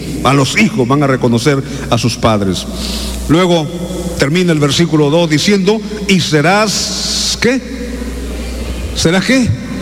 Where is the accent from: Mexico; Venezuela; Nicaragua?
Nicaragua